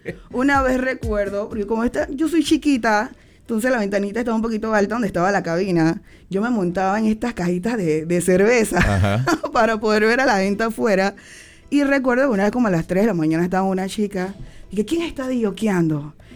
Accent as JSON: {"language": "Spanish", "town": "Panama City", "region": "Panamá", "country": "Panama", "tie": "born there", "said": "Yo soy del área de Caledonia. De Caledonia. Nací en San Miguel."}